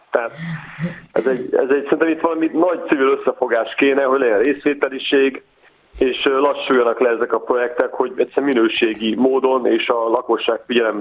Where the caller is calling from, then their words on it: Budapest, Hungary; én is ilyen részben óbudai vagyok